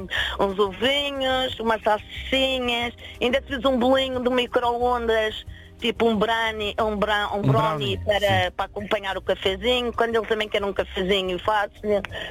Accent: Porto Santo, Madeira, Portugal; Eu sou da Ilha do Porto Santo, ele é de Óbidos.

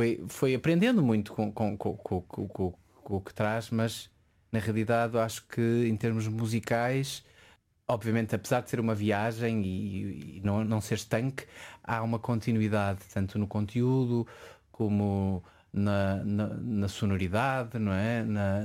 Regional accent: Porto, Portugal; born or raised there; also born or lived in Azores

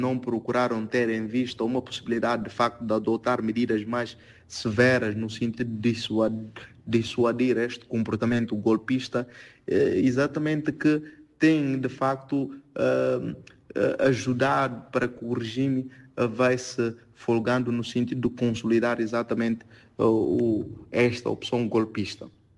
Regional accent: Guinea-Bissau; nós, não só enquanto guineenses, não só enquanto africanos

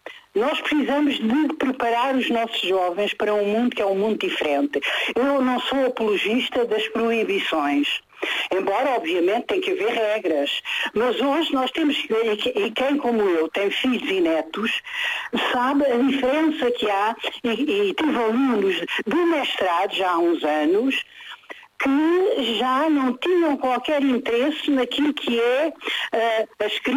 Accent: Alentejo, Portugal; Eu sou alentejana, não é? E, portanto, no sítio onde eu nasci não havia universidades, nem sequer um liceu, havia colégios, não é? E depois eu tive que sair, não é, para poder fazer os diversos graus.

